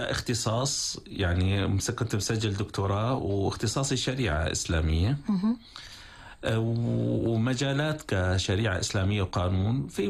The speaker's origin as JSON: {"language": "Arabic", "country": "Syria", "also_born_or_lived": "Libya / United Arab Emirates", "moved": "as an adult"}